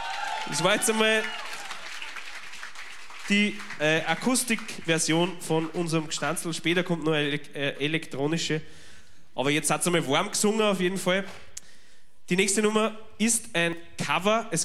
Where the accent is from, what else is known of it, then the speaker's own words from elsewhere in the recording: Austria; wir als Oberösterreicher oder Steirer